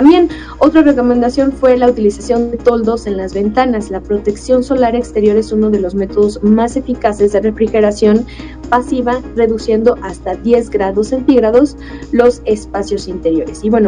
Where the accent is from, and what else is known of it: Mexico